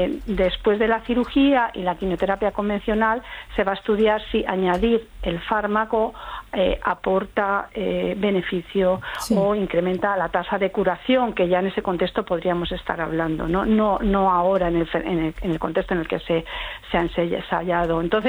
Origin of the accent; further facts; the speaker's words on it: Spain; yo soy de España, Vivo en Madrid